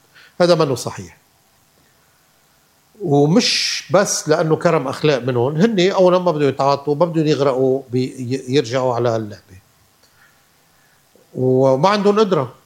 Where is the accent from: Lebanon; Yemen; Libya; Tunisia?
Lebanon; نحن كلبنانيين